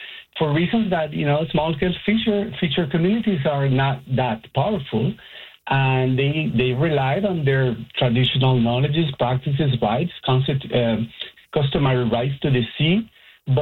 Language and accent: English; Caribbean region, Nicaragua; I'm myself Nicaraguan, but I'm from the Caribbean region of the country.